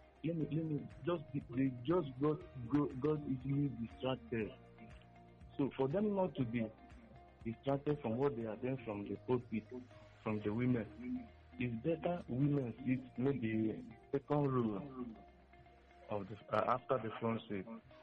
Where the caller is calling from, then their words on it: Aba, Abia, Nigeria; I'm calling from Aba.